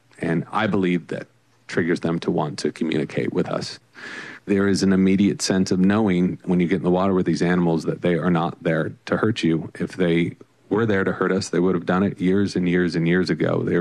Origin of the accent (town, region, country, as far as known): California, United States; born or raised there